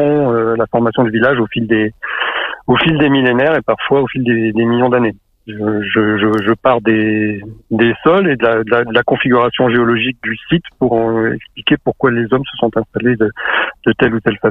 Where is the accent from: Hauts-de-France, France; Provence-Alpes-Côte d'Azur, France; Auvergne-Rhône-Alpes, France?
Auvergne-Rhône-Alpes, France; Vichy; also born or lived in Bayet (Val de Sioule area); moi, je suis natif de Vichy, mais ma famille était originaire de Bayeux, donc j'ai grandi en partie là-bas.